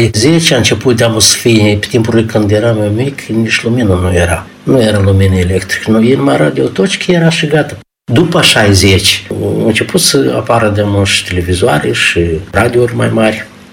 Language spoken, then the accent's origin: Romanian; Rusești Noi, Ialoveni District, Moldova; born there; Eu nu departe de Chișinău m-am născut, în Rusești Noi, lângă Chișinău.